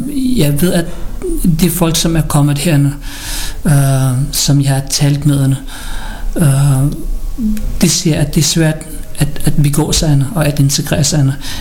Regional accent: Philippines; now in Denmark; hun mener, at vi som filippiner er meget glade folkefærdende, er smilende og ja.

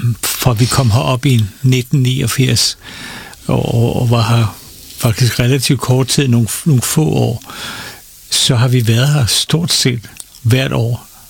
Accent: Copenhagen, Capital Region of Denmark, Denmark; born or raised there

